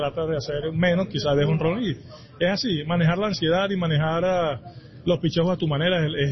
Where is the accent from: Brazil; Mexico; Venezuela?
Venezuela; Soy un venezolano, me duele mi país y sé que están ayudando mucho los países exteriores